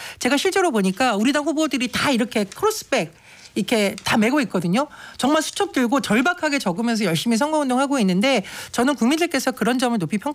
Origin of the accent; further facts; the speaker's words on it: Gangwon, South Korea; 제가 강원도 출신이라고 했습니다.